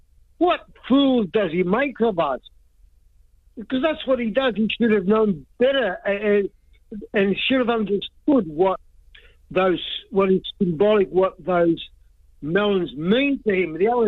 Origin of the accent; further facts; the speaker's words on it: Melbourne, Victoria, Australia; as a kid growing up in Melbourne